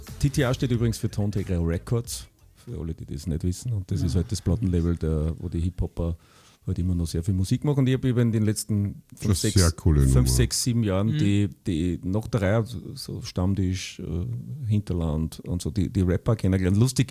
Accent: Linz, Upper Austria, Austria; ich komme aus Linz

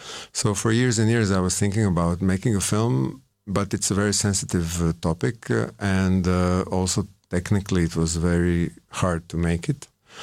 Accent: Zagreb, City of Zagreb, Croatia; I didn't grow up in Osijek. I grew up in Zagreb.

